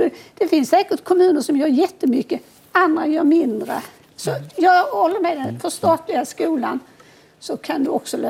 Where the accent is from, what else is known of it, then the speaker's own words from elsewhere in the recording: Sweden; jag är svensk, jag är inte rom.